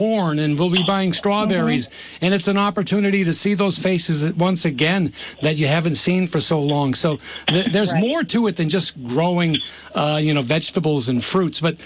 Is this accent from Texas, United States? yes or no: no; Burlington, Vermont, United States; I grew up in Burlington, but I can remember when you wanted corn, you drove out to Mallets Bay Ave and you bought it from one of the families, right?